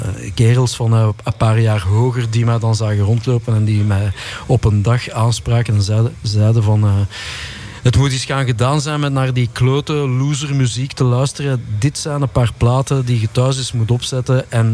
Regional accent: Brussels, Brussels-Capital Region, Belgium; born there; also born or lived in Wilrijk, Antwerp; Want ik ben eigenlijk oorspronkelijk van Brussel.

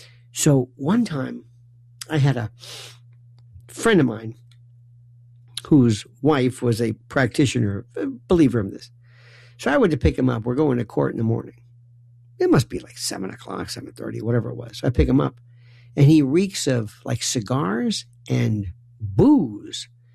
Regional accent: Florida, United States; I knew growing up in Florida, We had a very strong Cuban contingent.

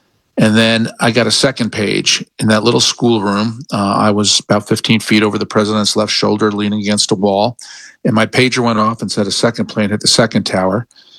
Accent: New York, United States; I mean, I'm a New Yorker, and my family lost people, not my family members, but my parents lost people that they knew.

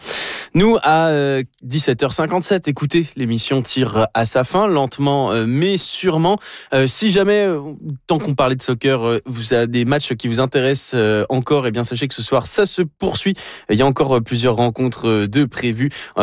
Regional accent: France; moi le premier en tant que français, ressortissant français, j'ai eu des souvenirs douloureux du match de l'Euro contre la Suisse

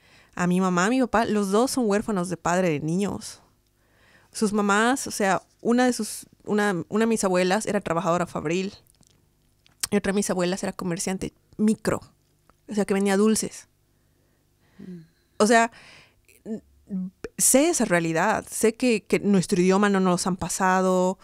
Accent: Bolivia; moved away; las dos somos de Bolivia, de los Andes

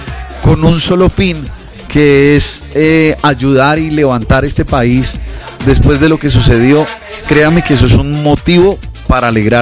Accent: Colombia; Gracias a Dios, somos colombianos, vamos a ayudar.

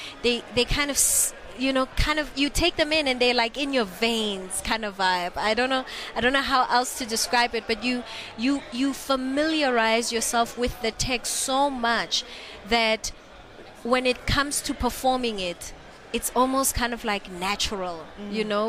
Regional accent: South Africa; being a South African actress on a South African set

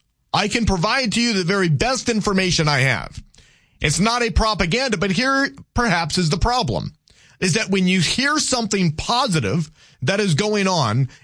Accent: United States; we got to get out of this stupid habit as Americans of playing team politics

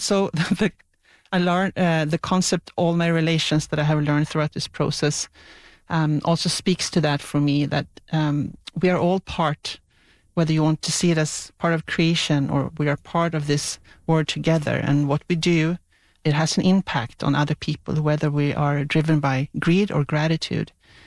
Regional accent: Sweden; English is a second language; For example, I also didn't realize much about the Sami people in my home country, Sweden, before I came here and read up about Indigenous peoples here.

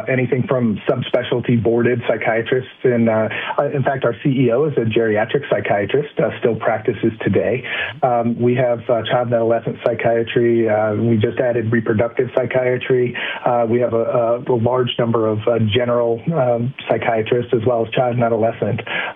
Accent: Midwest, United States; I'm a Midwesterner, and we tend to think that it's not our business

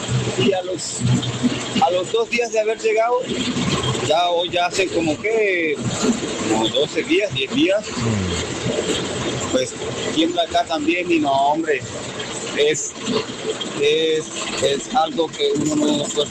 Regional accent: Venezuela; now in Soacha, Colombia; te cuento que soy un muchacho venezolano, pero que trabajo aquí en Colombia, en Bogotá, en Soacha.

